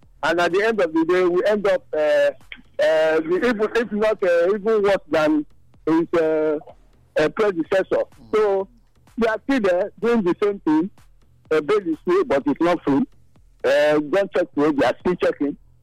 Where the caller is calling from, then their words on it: Nigeria; I'm calling from Ebosa Community.